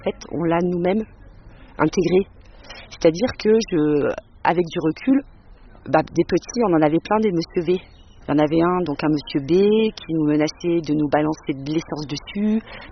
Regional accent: Espaly-Saint-Marcel, Auvergne-Rhône-Alpes, France; now in Le Puy-en-Velay, France; J'ai grandi à Espagny-Saint-Marcel. J'habite maintenant le Puy.

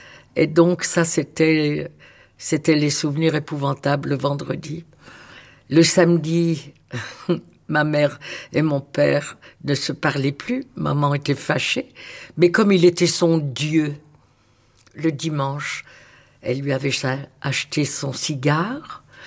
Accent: Pont-de-Nieppe, Hauts-de-France, France; born there; Au Pont-de-Nieppe.

